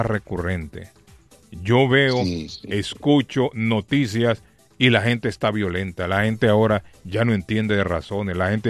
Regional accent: Honduras; yo les he contado la historia cuando yo vine de Honduras.

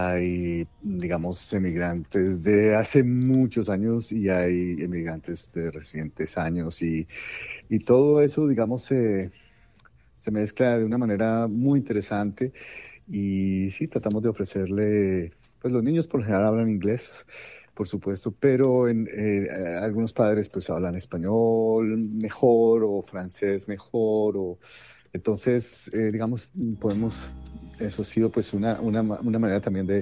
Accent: Colombia; now in New England, United States; música de mi tierra, Colombia, pero también pues de los sitios donde he vivido

